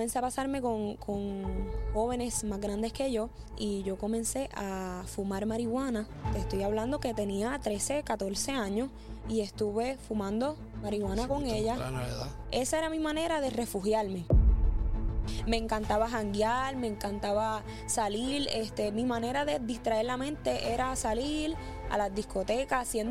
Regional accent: Vega Baja, Puerto Rico; soy nacida, criada en el pueblo de Vega Baja. Toda mi vida he vivido ahí.

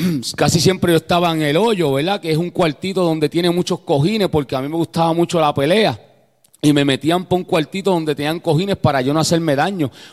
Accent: Puerto Rico; moved away; llegué al barrio donde yo me crié en Puerto Rico

